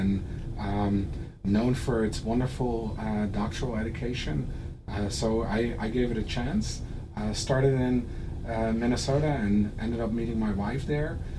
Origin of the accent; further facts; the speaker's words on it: Netherlands; moved away as an adult; now in United States; So I grew up in the Netherlands. And grew up in a small town in the Netherlands. Actually, I also lived in Belgium for half a year as well, doing a clinical internship.